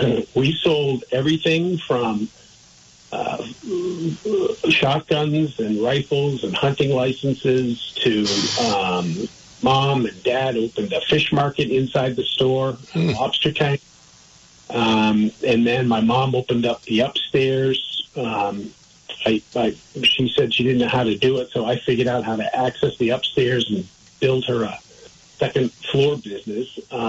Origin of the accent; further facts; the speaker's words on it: East Montpelier, Vermont, United States; born there; I was born in East Montpelier. I said, I like looking at the Worcester mountain range from this side, because when I grew up, I looked at it from the other side.